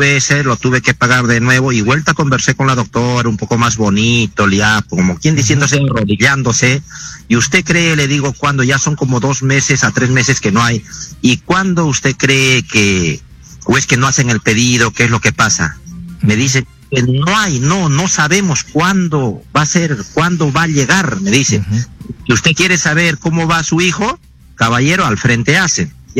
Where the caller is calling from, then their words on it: Lima, Peru; de acá de Lima.